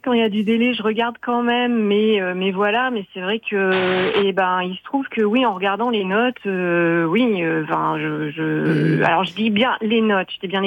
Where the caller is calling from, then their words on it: Normandy, France; moi, j'habite en Normandie, dans l'Orne, dans un secteur qui est en train de devenir un vrai désert médical